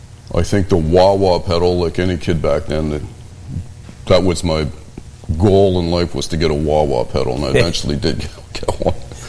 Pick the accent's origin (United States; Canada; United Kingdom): Canada; Moncton, New Brunswick; also born or lived in Point Anne, Canada; I did, and I'm not originally from there. I'm from the East Coast. I was born in Moncton